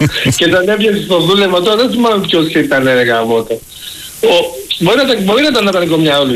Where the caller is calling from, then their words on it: Greece; από Λιούπολη.